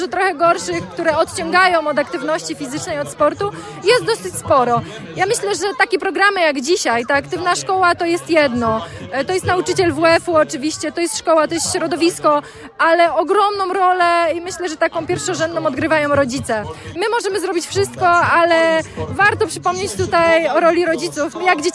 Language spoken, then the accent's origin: Polish; Szydłowo, Greater Poland Voivodeship, Poland; jestem z Szydłowa